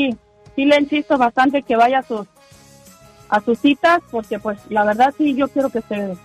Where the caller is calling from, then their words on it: Jalisco, Mexico; De Jalisco.